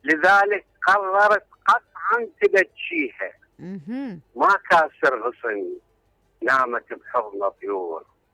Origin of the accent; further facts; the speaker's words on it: Iraq; احنا نترحم على الزمن الجميل يعني، خصوصا عندنا بالعراق